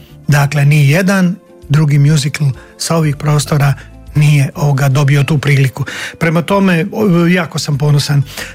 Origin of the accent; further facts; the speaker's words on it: Bosnian Posavina, Bosnia & Herzegovina; moved away; also born or lived in Germany; kod nas u Bosanskoj Posavini, dakle, nije postojala ništa drugo osim šargije i narodnjaka.